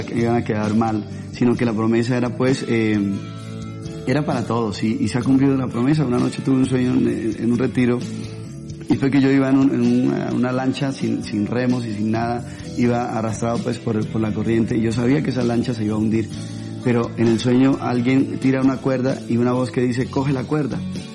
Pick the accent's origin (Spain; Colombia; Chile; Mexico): Colombia; Llanos Orientales; Yo soy un misionero junto con mi esposa y mis hijos. Somos de los Llanos Orientales.